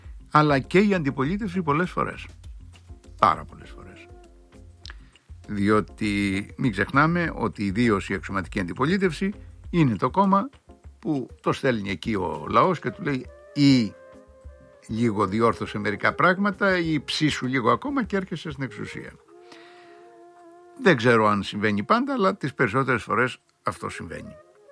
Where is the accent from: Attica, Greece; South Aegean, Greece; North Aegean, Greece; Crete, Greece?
Crete, Greece; Agios Georgios; είναι τα 18 λεγόμενα χωριά του οροπεδίου γύρω-γύρω, είναι το χωριό μου, ο Άγιος Γεώργιος.